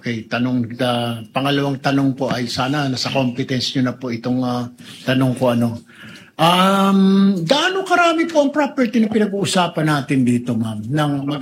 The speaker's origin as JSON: {"language": "Tagalog", "town": "Davao City", "region": "Davao Region", "country": "Philippines", "said": "tiga-Davao po ako"}